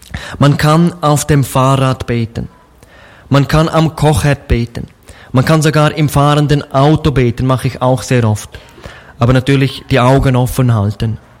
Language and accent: German; Graubünden, Switzerland; Da, wo ich aufgewachsen bin, entspringt der Rhein, der dann auch durch Deutschland fließt.